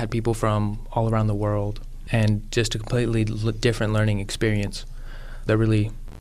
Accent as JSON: {"language": "English", "town": "Barnesville", "region": "Ohio", "country": "United States", "said": "from Barnes, Ohio. Freshman year was a big learning experience across the board. I came from a public school at Barnesville, small little town"}